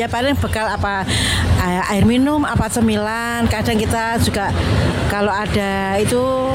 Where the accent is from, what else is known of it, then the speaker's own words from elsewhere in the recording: Indonesia; Saya warga Macanan asli Mbak.